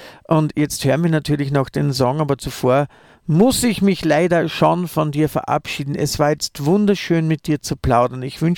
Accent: Vienna, Austria; Ich darf den Tiroler nur nie verraten, dass ich eigentlich Wiener bin

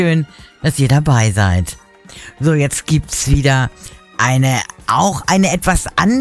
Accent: Hamburg, Germany; now in Hungary; Ich bin ja eine Hamburgerin, das wisst ihr ja.

